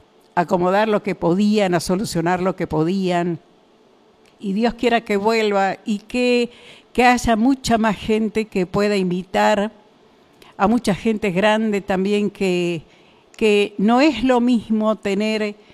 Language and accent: Spanish; Argentina; Somos todos argentinos